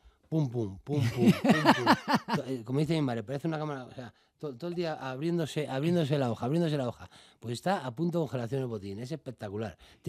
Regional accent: Madrid, Community of Madrid, Spain; Como yo soy del pueblo de Vallecas, pues está muy cerca.

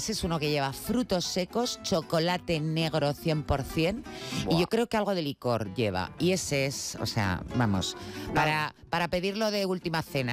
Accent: Madrid, Community of Madrid, Spain; born there

